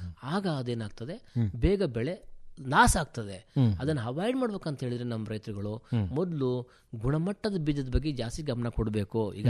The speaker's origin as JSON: {"language": "Kannada", "region": "Karnataka", "country": "India", "said": "ನಾನು ಆಸನ ಭಾಗದವನೇ ಆಗಿದ್ದರಿಂದ"}